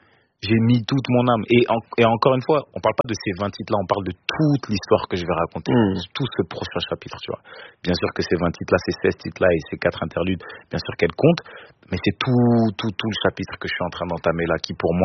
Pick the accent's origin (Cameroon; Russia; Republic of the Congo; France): Cameroon; Je suis camerounais, frérot. Je suis camerounais, petit.